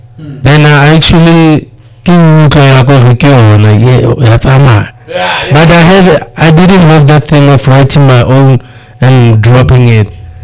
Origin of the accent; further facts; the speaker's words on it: Limpopo, South Africa; Yeah, I came from Limpopo, straight back.